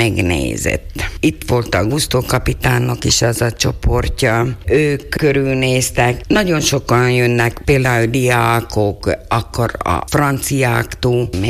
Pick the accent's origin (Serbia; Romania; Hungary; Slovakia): Slovakia; Gabčíkovo, Trnava Region; Én különben Bősről származom, úgyhogy ott is némileg így azért ismeri valaki a vizet